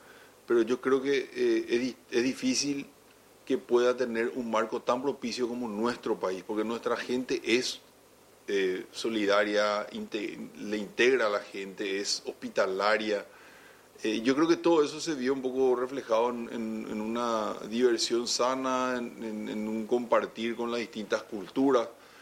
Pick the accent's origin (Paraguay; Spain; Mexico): Paraguay